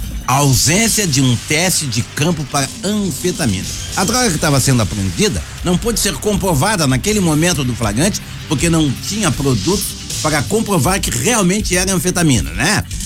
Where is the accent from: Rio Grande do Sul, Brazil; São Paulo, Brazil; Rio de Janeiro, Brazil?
Rio Grande do Sul, Brazil; Porto Alegre; na minha querida Vila Jardim, onde nasci e me criei.